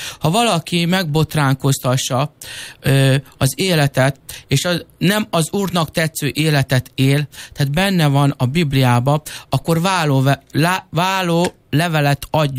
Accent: Ercsi, Fejér, Hungary; born there; also born or lived in Sárbogárd

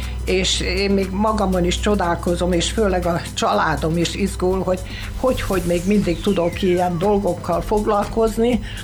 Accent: Székely Land, Romania; akkor rájöttünk, hogy minden faluból való székelyek vagyunk. Tehát úgy a székelység teljes színét tudjuk képviselni.

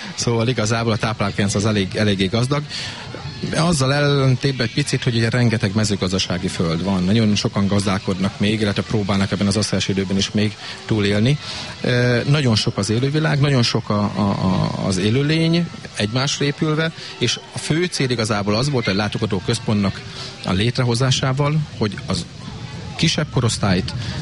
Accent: Kisújszállás, Jász-Nagykun-Szolnok, Hungary; Igazából, hát kisgyerekkorban én kisúszáson nőttem fel, tehát én itt boldogházban szokták mondani, hogy gyütment vagyok, már 16 éve itt élek.

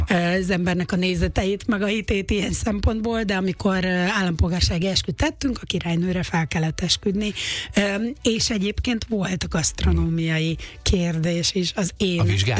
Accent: Hungary; hogy én soha nem is akartam kint maradni, magyar vagyok, és az is maradtam.

